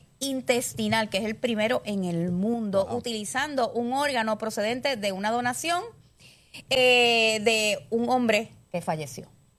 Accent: San Juan, Puerto Rico; La época de mi abuela, mi mamá, yo me crié en San Juan, pero en Manatí, donde eran mis papás, todo el mundo se conocía

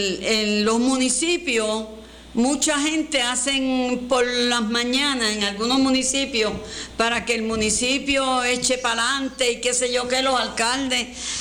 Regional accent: Puerto Rico

